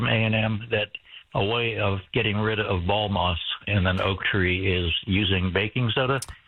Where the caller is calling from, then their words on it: San Marcos, Texas, United States; Calling from San Marcos.